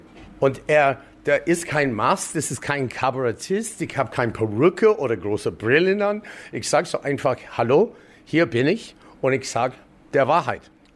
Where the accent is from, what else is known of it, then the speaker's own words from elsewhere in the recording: Canada; German is a second language; moved away as an adult; now in Munich, Germany; ich als Kanadier, scheißegal, ich bin hier so lang